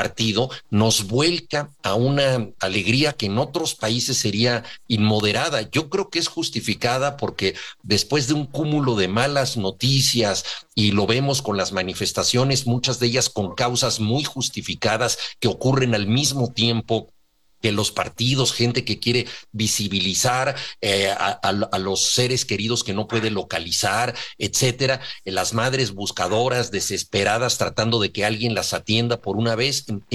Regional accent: Mexico; yo como buen mexicano

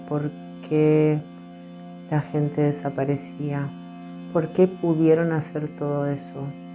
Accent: Argentina; born there; nací en Argentina

